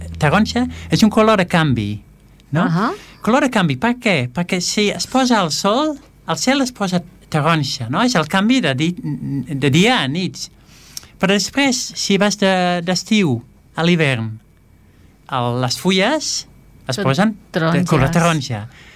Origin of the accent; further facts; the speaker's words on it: Netherlands; now in Esplugues de Llobregat, Spain; a més, sóc holandès